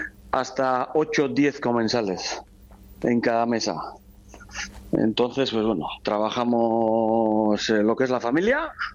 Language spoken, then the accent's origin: Spanish; Ondarroa, Basque Country, Spain; O sea, en mi pueblo, Ondarroa, antes era Dios.